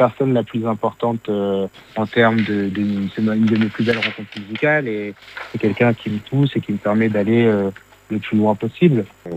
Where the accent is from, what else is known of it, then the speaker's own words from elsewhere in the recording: Lille, Hauts-de-France, France; on vient de Lille, donc tu sais, Lille, c'est un carrefour, hein. On est à 30 minutes de Bruxelles, 45 minutes de Paris, on n'est pas loin de l'Angleterre